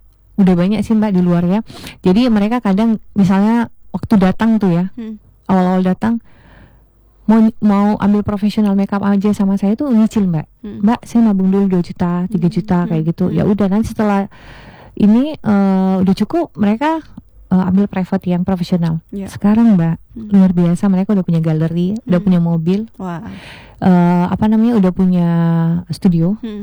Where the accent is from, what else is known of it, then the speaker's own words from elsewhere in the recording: Makassar, South Sulawesi, Indonesia; born there; also born or lived in Pontianak; Saya Bugis Makassar, lahir di Makassar juga.